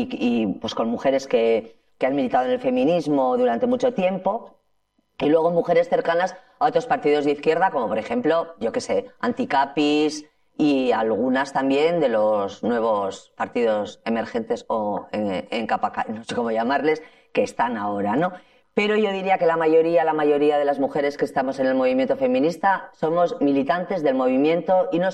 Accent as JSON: {"language": "Spanish", "town": "Ermua", "region": "Basque Country", "country": "Spain", "said": "Y luego se daba los pueblos, como yo que soy de Ermua, y entonces había un conglomerado de gente de izquierda que militábamos en todo. Que yo cuando llegué a Bilbao aluciné mucho"}